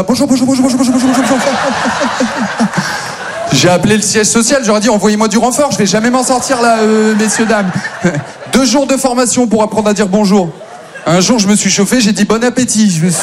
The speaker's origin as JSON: {"language": "French", "town": "Maubeuge", "region": "Hauts-de-France", "country": "France", "lives_now": "Paris, France", "said": "Moi, je viens de Maubeuge. Ouais, ça met jamais une bête d'ambiance, ça, t'as vu je... Jamais les gens sont contents, quoi. Non, Maubeuge, c'est une petite ville dans leur Pas-de-Calais. Maintenant, tout va bien, j'habite à Paris."}